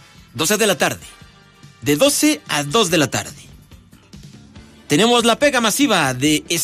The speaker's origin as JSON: {"language": "Spanish", "country": "Mexico", "said": "porque soy mexicano, promedio color café"}